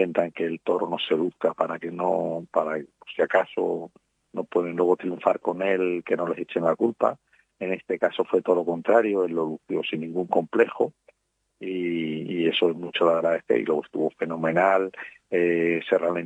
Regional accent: Salamanca, Castile and León, Spain; also born or lived in Fuenlabrada; Bueno, yo nací en Fuenlabrada, pero y me crié en Fuenlabrada, pero pasé aquí en Salamanca desde

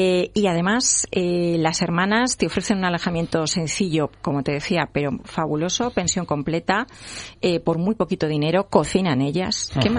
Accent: León, Castile and León, Spain; Pues mira, León, te voy a decir, yo soy leonesa

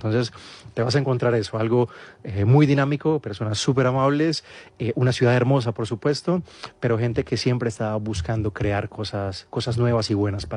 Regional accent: Medellín, Antioquia, Colombia; also born or lived in Marinilla / Manizales / Turbo / Montería; Yo nací en Medellín, después de eso mis padres se fueron a Marinilla

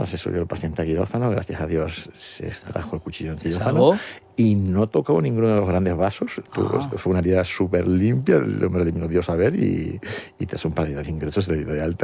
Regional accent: Canary Islands, Spain; moved away as an adult; como todo canario que va a estudiar a Madrid, pues muchos de ellos estudian en colegios mayores

